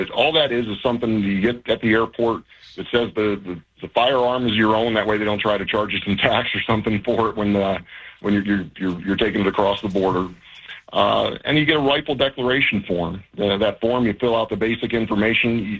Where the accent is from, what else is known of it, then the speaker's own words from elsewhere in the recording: East Coast, United States; You know, I come from the East Coast, so I've done it a couple different ways.